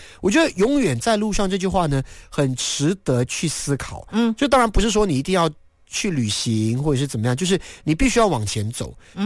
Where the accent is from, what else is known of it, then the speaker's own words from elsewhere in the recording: Malaysia; 那我是在马来西亚，我目前是第三代的华人